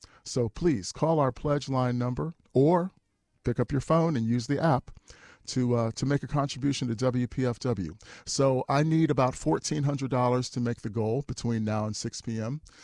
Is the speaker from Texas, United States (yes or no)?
yes; Houston, Texas, United States; moved away; I'm from Houston. I started broadcasting at the Pacifica station there, KPFT.